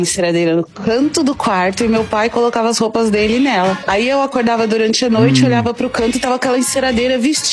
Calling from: Cotia, São Paulo, Brazil; de Cotia.

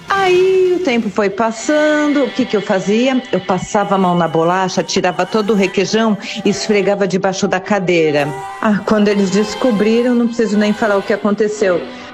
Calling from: Ribeirão Preto, São Paulo, Brazil; de Ribeirão Preto.

